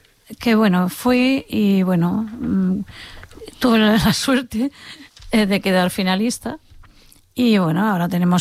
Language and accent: Spanish; La Línea de la Concepción, Andalusia, Spain; Yo soy de Cádiz, de La Línea, y dicen que allí hay un arte para esto.